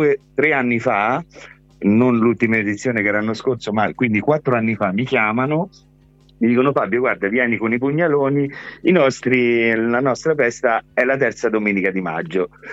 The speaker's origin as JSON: {"language": "Italian", "town": "Acquapendente", "region": "Lazio", "country": "Italy", "said": "Acqua Pendente è essendo sia ai confini con l'Umbria, con la Toscana, e siamo del Lazio, noi la nostra gastronomia racchiude la fusione di tutte e tre le regioni"}